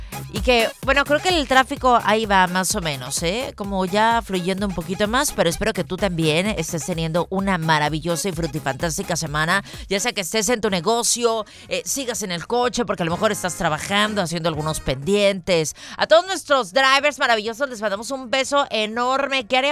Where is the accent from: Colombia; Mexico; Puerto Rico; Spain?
Mexico